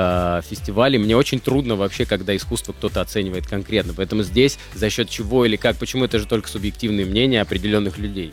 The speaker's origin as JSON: {"language": "Russian", "town": "Armavir", "region": "Krasnodar Krai", "country": "Russia", "moved": "yes", "said": "я из Армавира"}